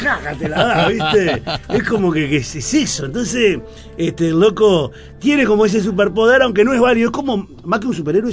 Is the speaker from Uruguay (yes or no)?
yes; Uruguay